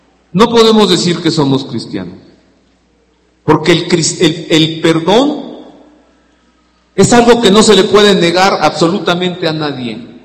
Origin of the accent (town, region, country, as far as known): Mexico